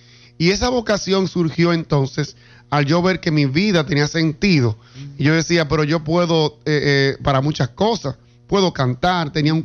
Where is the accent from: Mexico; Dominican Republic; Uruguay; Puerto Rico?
Dominican Republic; Santiago; Yo soy nativo de La Canela, en especial de Atillo San Lorenzo, de La Canela.